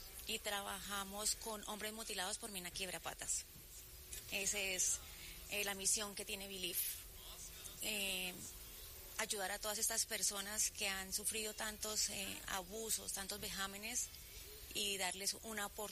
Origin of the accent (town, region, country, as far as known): Colombia